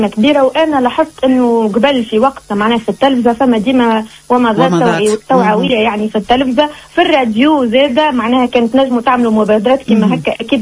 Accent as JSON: {"language": "Arabic", "country": "Tunisia", "said": "وراهي بلادنا زينة البلدان"}